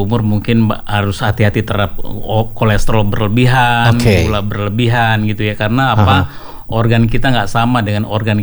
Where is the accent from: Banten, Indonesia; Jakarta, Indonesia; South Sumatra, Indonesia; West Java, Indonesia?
Jakarta, Indonesia; also born or lived in Banda Aceh; saya dari tahun 70 udah tinggal di Jakarta. Jadi praktis masa kecil saya semua ada di Jakarta.